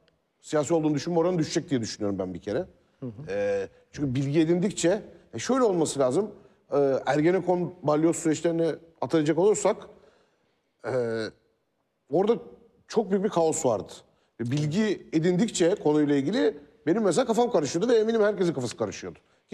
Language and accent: Turkish; Kadıköy, Istanbul, Turkey; Kadıköy'de doğdum, büyüdüm.